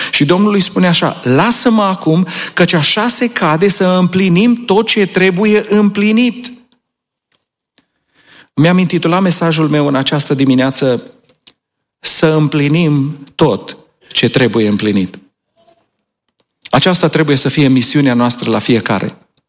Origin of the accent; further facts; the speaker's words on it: Romania; moved away; Îmi aduc aminte când eram copil în România